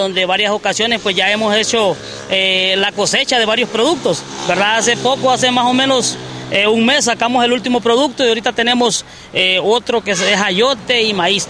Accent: Honduras

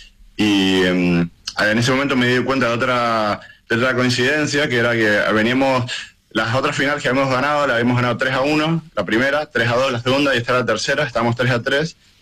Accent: Mendoza, Argentina; now in Germany; Yo soy de Mendoza, pero vivo en Alemania ahora mismo.

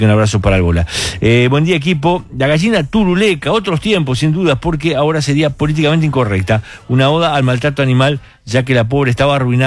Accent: Trinidad, Flores, Uruguay; born there; moved away; Mirá que era difícil ver en Trinidad. 18 mil personas vivíamos.

